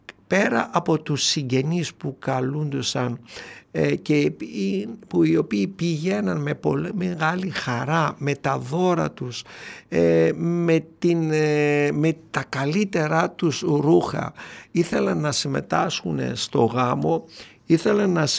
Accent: Doirani, Central Macedonia, Greece; εκεί στο χωριό μου το ακριτικό, το ιστορικό, την Δοϊράνη

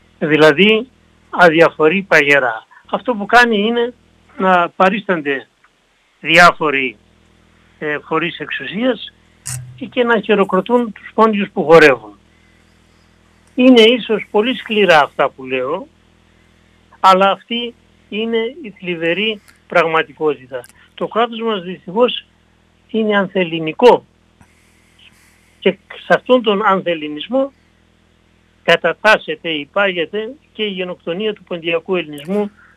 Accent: Greece; also born or lived in Germany

